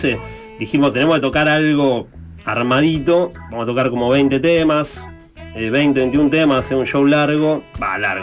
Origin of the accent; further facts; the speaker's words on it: Rosario, Santa Fe, Argentina; also born or lived in Funes; yo soy de Rosario